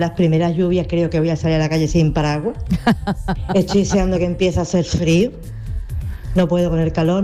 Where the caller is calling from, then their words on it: Seville, Andalusia, Spain; de Sevilla.